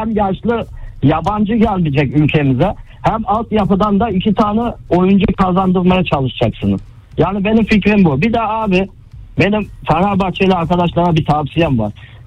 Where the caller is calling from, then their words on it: Istanbul, Turkey; Ben İstanbul'dan